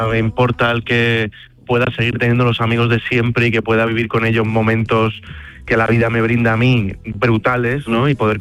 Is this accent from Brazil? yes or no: no; Seville, Andalusia, Spain; tengo mucha ganas de volver a mi tierra, de volver a Sevilla